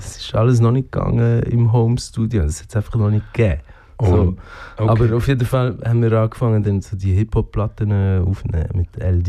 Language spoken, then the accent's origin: German; Biel, Bern, Switzerland; In Biel aufgewachsen